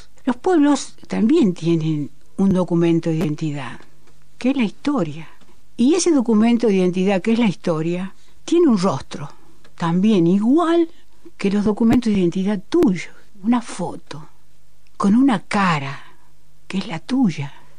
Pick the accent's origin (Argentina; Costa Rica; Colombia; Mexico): Argentina